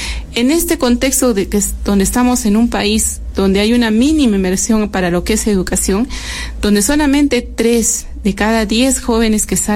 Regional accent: Peru

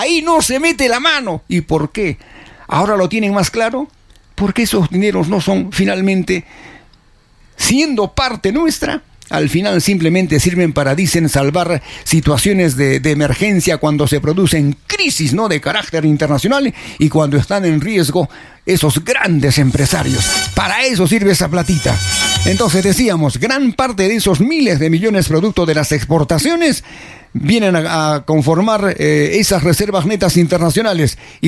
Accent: Peru; Esos somos los peruanos. Por eso somos un país de tercer mundo.

